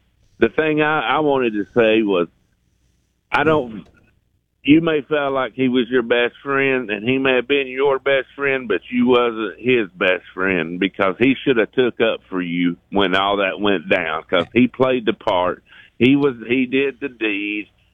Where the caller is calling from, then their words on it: Dawsonville, Georgia, United States; from Dawsonville.